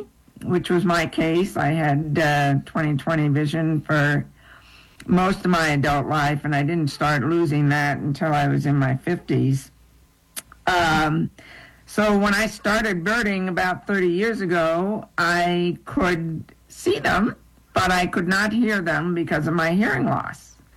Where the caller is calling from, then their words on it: Vermont, United States; A place called the Northeast Kingdom, about 20 miles south of the Canadian border.